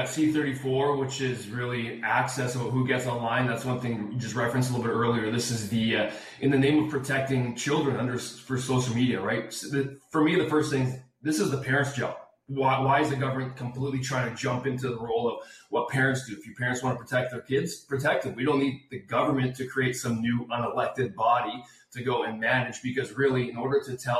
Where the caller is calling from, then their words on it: Calgary, Alberta, Canada; We're out of Calgary, Alberta. We're on the west side.